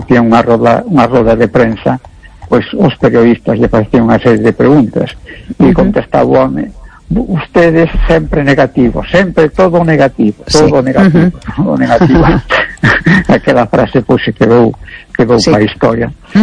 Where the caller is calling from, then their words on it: A Coruña, Galicia, Spain; de La Coruña.